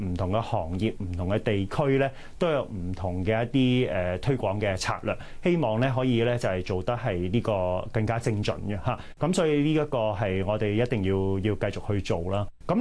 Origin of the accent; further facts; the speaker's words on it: Hong Kong; 我哋香港人